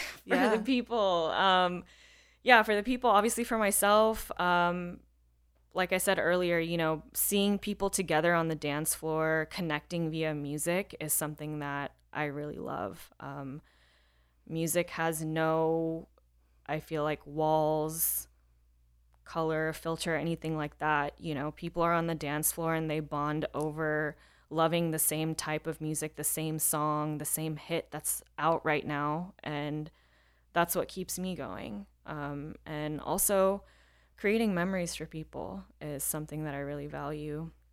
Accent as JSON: {"language": "English", "country": "India", "said": "Yes. Yeah, I am a South Asian girly. I'm Indian."}